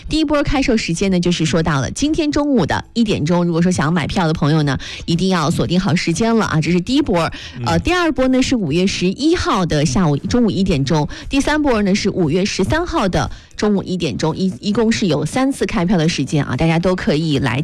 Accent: Yichang, Hubei, China; 咱们宜昌人都非常关心的事儿

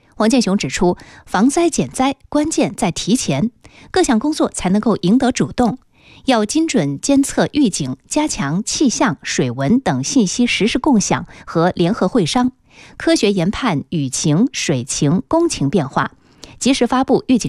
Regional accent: Yichang, Hubei, China; 聊聊咱们宜昌人关心的身边事儿

